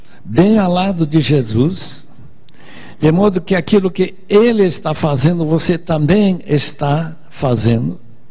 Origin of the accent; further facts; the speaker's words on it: Bolivia; moved away; A gente foi criado na Bolívia, como todos aqui sabem, e uma das coisas mais comuns é ver duplas de bois, que não havia tratores em todo esse vale onde nós morávamos.